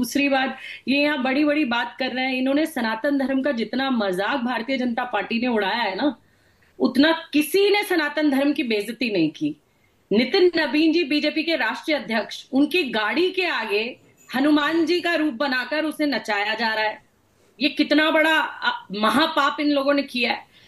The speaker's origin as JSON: {"language": "Hindi", "region": "Uttar Pradesh", "country": "India", "said": "हम यूपी से आते हैं"}